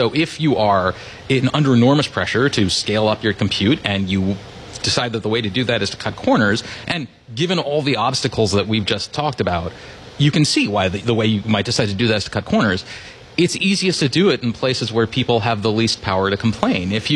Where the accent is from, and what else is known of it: Rockville, Maryland, United States; born or raised there